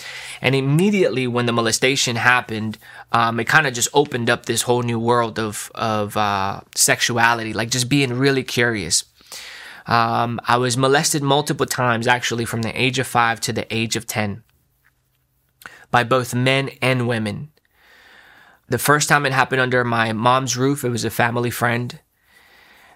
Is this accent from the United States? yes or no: no; Nicaragua; I remember growing up in Nicaragua. And it was amazing. It was beautiful. You know, it's a third world country.